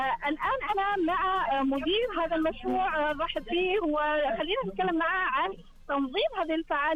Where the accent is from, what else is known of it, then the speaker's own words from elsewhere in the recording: Saudi Arabia; احنا كسعوديين